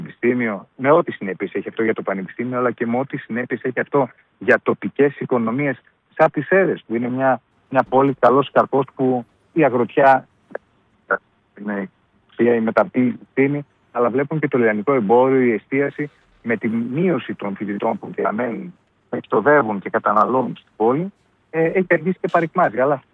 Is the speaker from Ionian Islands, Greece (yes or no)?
no; Serres, Central Macedonia, Greece; Είμαι από δύο χωριά χωριά της εδώ, από το Σκοπό και τη Μομονδιστιά, αν και Σέρες είναι η βάση.